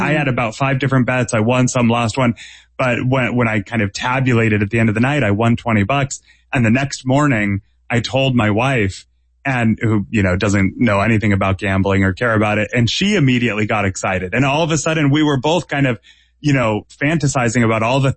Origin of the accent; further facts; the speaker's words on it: Massachusetts, United States; I grew up in Massachusetts, so I have the New England sports fan